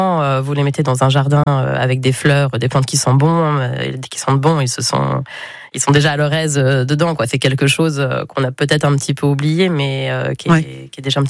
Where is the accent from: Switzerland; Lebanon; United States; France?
France; Centre-Val de Loire; born there; je suis née à Agen dans le Loiret, mais j'avais la chance d'avoir un grand terrain, un papa passionné de jardin, de plantes ornementales.